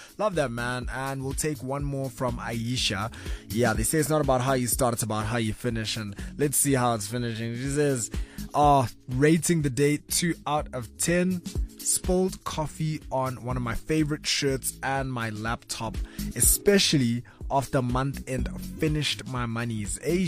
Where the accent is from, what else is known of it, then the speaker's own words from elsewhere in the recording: East London, Eastern Cape, South Africa; moved away; my hometown, EL, Slumtown in the Hizal